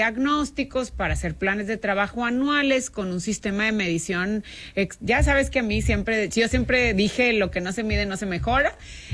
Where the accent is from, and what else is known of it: Nuevo León, Mexico